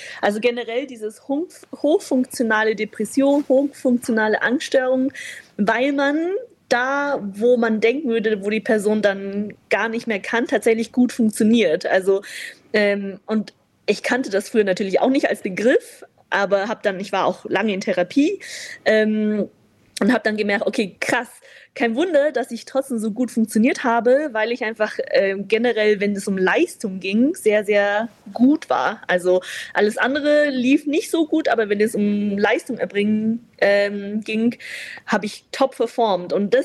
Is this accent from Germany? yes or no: no; Vienna, Austria; born there; also born or lived in China